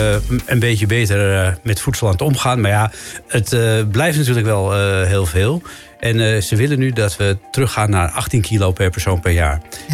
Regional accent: Netherlands; wij als Nederlanders

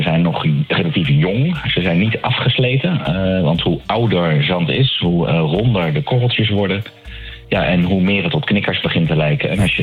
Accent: The Hague, South Holland, Netherlands; Jazeker, ik ben in Den Haag opgegroeid, nabij Scheveningen, en was daar vaak op strand te vinden.

